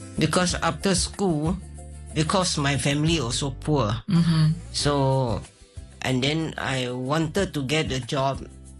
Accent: Malaysia; English is a second language; because I born from there

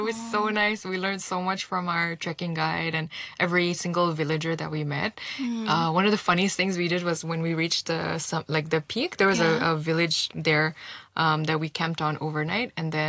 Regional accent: Hong Kong; growing up in Hong Kong

